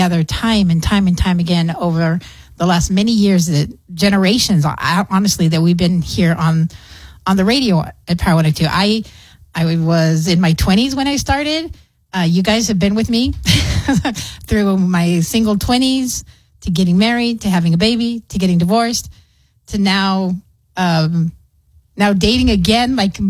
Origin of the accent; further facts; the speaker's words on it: El Paso, Texas, United States; I was born and raised here in El Paso, and I really love this community.